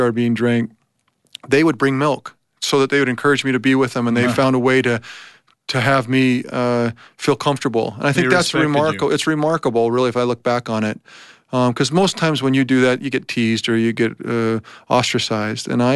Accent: Connecticut, United States; moved away; as I was growing up in Connecticut, where I was the only Mormon in town.

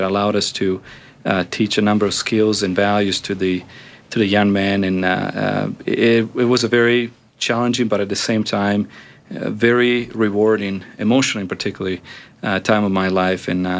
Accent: Italy; I'm from Italy originally

